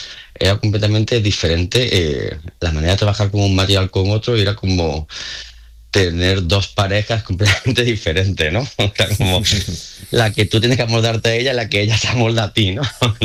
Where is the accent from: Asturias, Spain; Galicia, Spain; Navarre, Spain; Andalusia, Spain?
Andalusia, Spain; La Rambla; Eso era una residencia que se hacía los veranos en La Rambla, en mi pueblo natal.